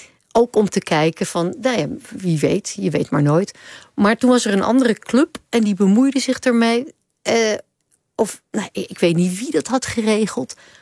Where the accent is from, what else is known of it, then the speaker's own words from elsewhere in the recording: Amsterdam, North Holland, Netherlands; Slemani, dat is voor mij als Amsterdammer makkelijk te zeggen.